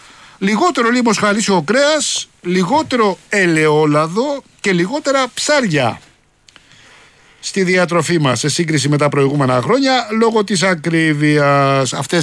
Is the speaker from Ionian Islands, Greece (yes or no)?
no; Rafina, Attica, Greece; born or raised there